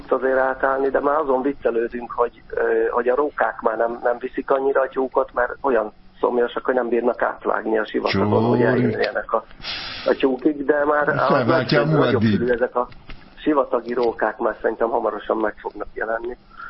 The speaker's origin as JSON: {"language": "Hungarian", "region": "Bács-Kiskun", "country": "Hungary", "tie": "born or raised there", "said": "Persze, hát én a homokhátságon nőttem föl, csak akkor még kevesebb volt."}